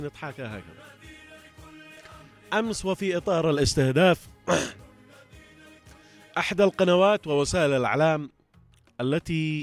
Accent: Yemen; وعندنا في اليمن كم يا منافقين.

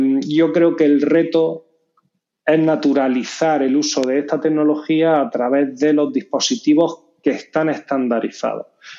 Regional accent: Granada, Andalusia, Spain; accent: southern (not northern); A mí por el acento se sabe que del norte no soy, yo soy granadino

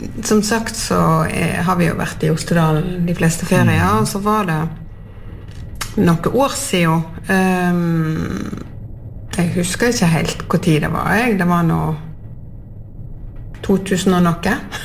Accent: Sotra, Vestland, Norway; Opprinnelig så kom jeg fra Sotra.

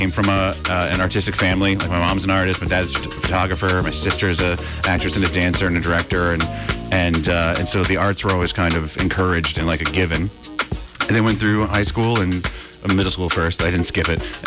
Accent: West Hartford, Connecticut, United States; growing up in West Hartford, Connecticut

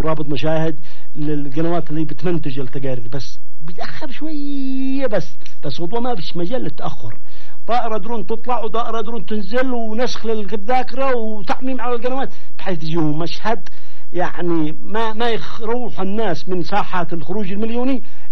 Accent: Yemen; أنا صرف يمني

